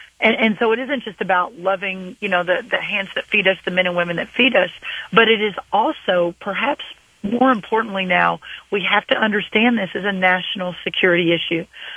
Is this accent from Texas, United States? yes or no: yes; Texas, United States; I grew up in agriculture. I'm the granddaughter of row croppers from Minnesota. I grew up with cattle in Texas.